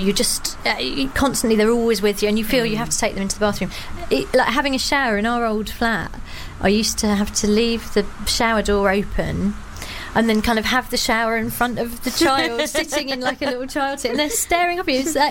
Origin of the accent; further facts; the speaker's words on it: London, United Kingdom; going on stage and saying, oh, I'm from London, or, you know, being in any way a southerner was bad.